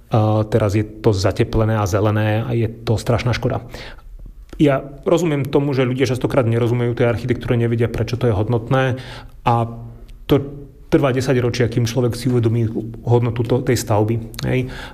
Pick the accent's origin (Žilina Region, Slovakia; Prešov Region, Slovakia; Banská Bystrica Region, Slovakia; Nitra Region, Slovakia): Žilina Region, Slovakia; Martin; moved away as an adult; also born or lived in Bratislava; Keď som sa vrátil z Bratislavy a zahraničia späť žiť a tvoriť do Martina